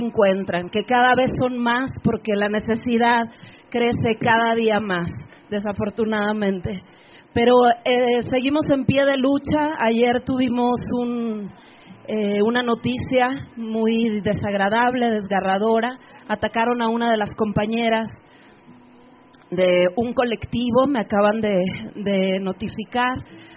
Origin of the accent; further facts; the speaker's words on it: Culiacán, Sinaloa, Mexico; yo vengo de Culiacán, Sinaloa, al norte del estado, al norte de México.